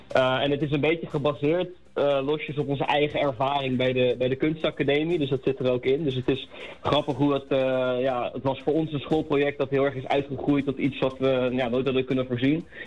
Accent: Leiden, South Holland, Netherlands; Nee, het is, ik kom zelf uit Leiden.

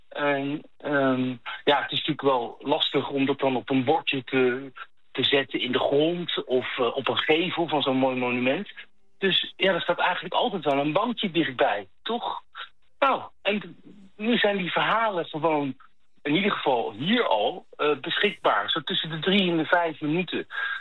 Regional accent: The Hague, South Holland, Netherlands; now in Voorburg, Netherlands; Ik ben opgegroeid in Den Haag en ik woon in Voorburg.

